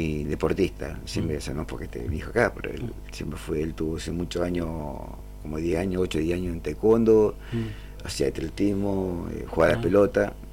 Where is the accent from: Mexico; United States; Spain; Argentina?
Argentina; Gobernador Gregores, Santa Cruz; now in Río Gallegos, Argentina; yo soy nacido acá en Gregor, y estudié en Gregor, por eso, y me formé en el boxeo allá, primero en mis primeros comienzos.